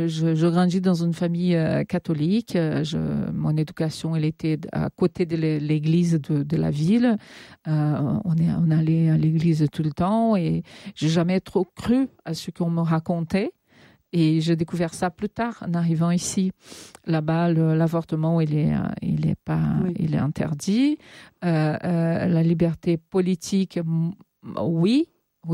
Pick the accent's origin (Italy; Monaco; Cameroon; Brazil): Brazil; French is a second language; moved away as an adult; now in France